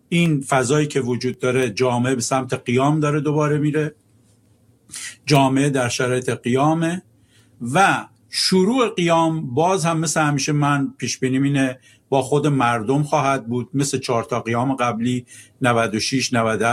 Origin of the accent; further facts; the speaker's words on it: Iran; وظیفه‌مو به عنوان یه ایرانی انجام دادم برای کشورم